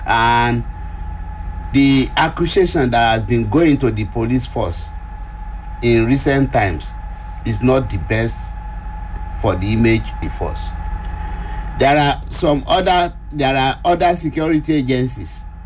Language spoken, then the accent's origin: English; Nigeria; As a Nigerian